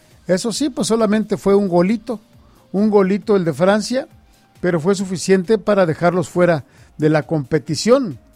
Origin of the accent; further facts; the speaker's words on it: Mexico; de los que somos mexicanos. Me incluyo, lógicamente.